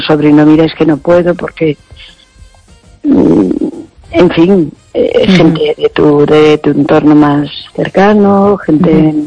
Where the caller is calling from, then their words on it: Villagarcía, Spain; De Villagarcía.